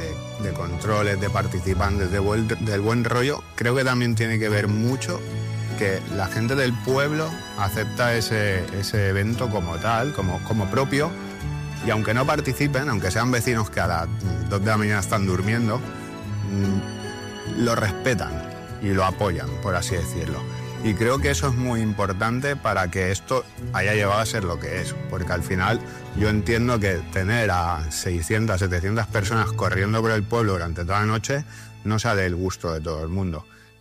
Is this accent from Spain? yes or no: yes; Sant Andreu de la Barca, Catalonia, Spain; oye, ¿de dónde eres? De Santander de la Barca.